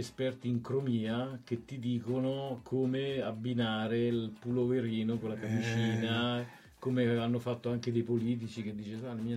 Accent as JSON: {"language": "Italian", "town": "Rome", "region": "Lazio", "country": "Italy", "moved": "yes", "said": "io e mia moglie, siamo romani, quindi in casa comunichiamo in romano."}